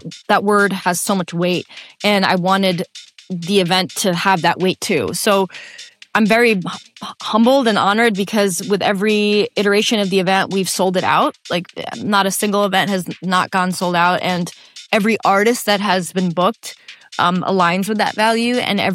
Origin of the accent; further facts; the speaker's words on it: Lahore, Punjab, Pakistan; now in United States; it is called … which is the name of the neighborhood I grew up in Lahore, Pakistan.